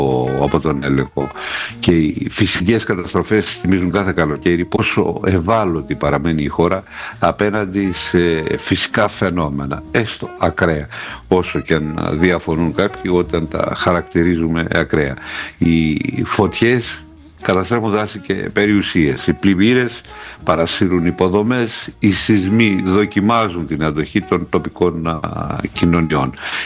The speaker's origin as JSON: {"language": "Greek", "town": "Arta", "region": "Epirus", "country": "Greece", "tie": "born or raised there", "said": "η πατρίδα μου, η μικρή μου πατρίδα, η Άρτα."}